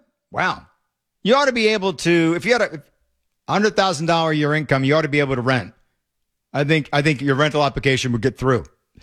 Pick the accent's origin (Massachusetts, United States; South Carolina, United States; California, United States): California, United States; heaven forbid, I'm a Californian, I can't vote Republican.